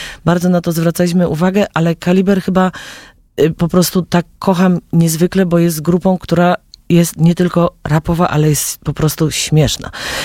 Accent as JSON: {"language": "Polish", "region": "Lesser Poland", "country": "Poland", "tie": "born there", "moved": "yes", "lives_now": "Podlaskie, Poland", "said": "Przecież ja jestem góralką. Potem mi to mija, bardziej się identyfikuję jako podlasianka chyba już teraz"}